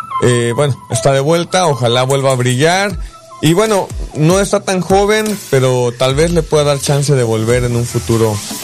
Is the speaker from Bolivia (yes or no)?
no; Mexico